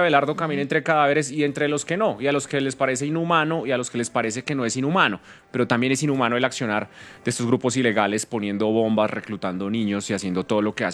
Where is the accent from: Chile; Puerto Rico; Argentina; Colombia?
Colombia; Y entonces eso nos pone a cuestionarnos como colombianos